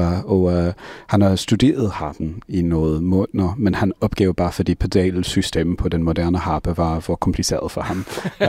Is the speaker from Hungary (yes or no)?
yes; Hungary; Danish is a second language; now in New Jersey, United States; jeg kommer fra Ungarn, og min mormors mor, jeg ved ikke, hvordan man siger det på dansk, har studeret med hans